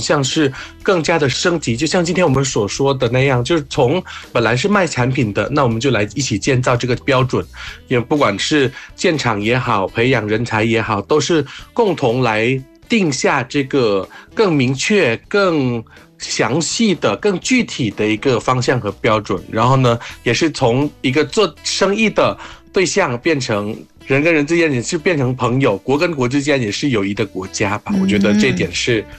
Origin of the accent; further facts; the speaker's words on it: Thailand; 我是来自泰国的